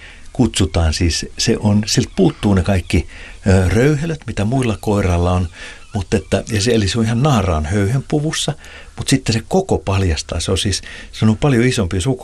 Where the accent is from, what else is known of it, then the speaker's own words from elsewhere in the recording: Pori, Satakunta, Finland; Mä muistan 80-luvulla, niin kun mä olen Porista kotoisin, niin siellä oli vielä suokukkoja soitimia